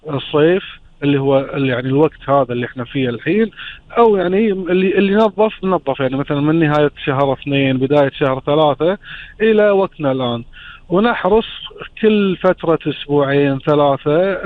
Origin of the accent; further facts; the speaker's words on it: Kuwait; عندنا في الكويت